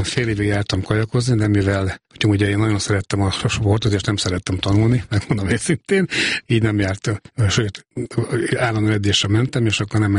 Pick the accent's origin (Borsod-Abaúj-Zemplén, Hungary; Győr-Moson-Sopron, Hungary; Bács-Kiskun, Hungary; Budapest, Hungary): Borsod-Abaúj-Zemplén, Hungary; Miskolc; born there; Még Miskolcon születtem 1965-ben, igen